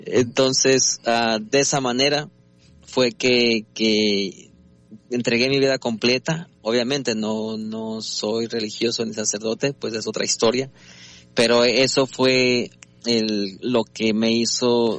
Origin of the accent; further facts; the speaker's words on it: San Juan de los Lagos, Jalisco, Mexico; moved away as an adult; now in United States; Así es, yo soy originario de San Juan de los Lagos, Jalisco.